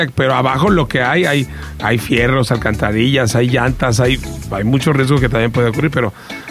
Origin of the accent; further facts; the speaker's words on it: Mexico; moved away; O sea, yo soy de México, obviamente, pero no cuando vivo allá, o vivía allá.